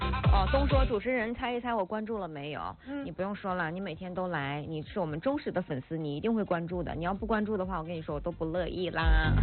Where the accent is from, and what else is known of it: Northeast China, China